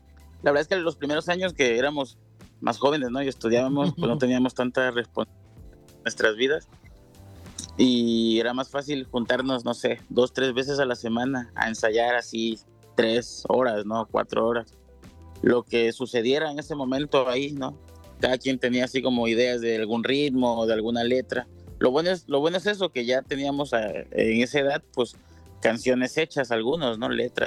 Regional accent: Chinameca, Veracruz, Mexico; yo soy de Chinameca, que es un pueblo que colinda con Cosoleacaque.

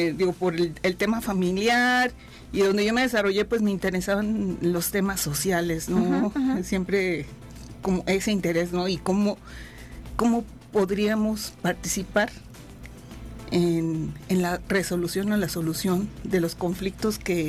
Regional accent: Matehuala, San Luis Potosí, Mexico; Yo soy de Matehuala.

